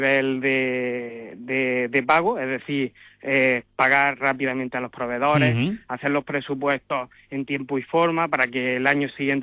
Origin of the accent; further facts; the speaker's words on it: Huércal-Overa, Andalusia, Spain; Sigo trabajando por mi municipio, yo soy de Huércal Overa